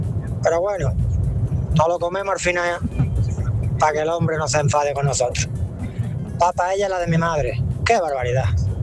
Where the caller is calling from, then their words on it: Málaga, Andalusia, Spain; de Málaga, taxista.